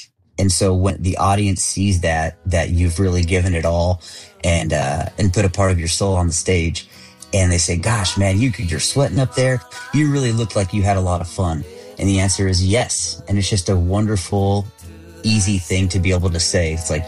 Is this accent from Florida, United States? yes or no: no; Tucson, Arizona, United States; So I'm from Tucson, Arizona. I was part